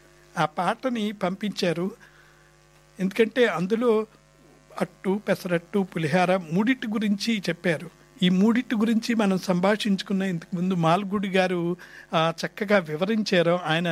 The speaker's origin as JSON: {"language": "Telugu", "region": "Andhra Pradesh", "country": "India", "said": "మాది పాకు మాది పశ్చిమ గోదావరి జిల్లా వాణి వాళ్ళది"}